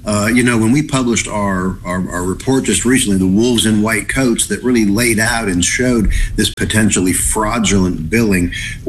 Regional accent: Alabama, United States; born or raised there; now in Washington, United States

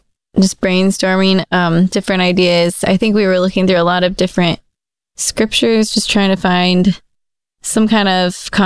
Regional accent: Wichita, Kansas, United States; now in Austin area, United States; I am from Wichita, Kansas. So not from Texas, but grew up in a church and in a good family that loved the Lord.

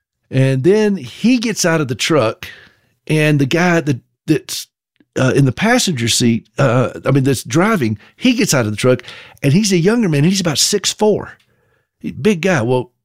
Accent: Southern United States, United States; now in Montana, United States; and you have to understand about Montana too, that I'm from the South, where sarcasm is a way of life. I mean, that we just say things in the South differently.

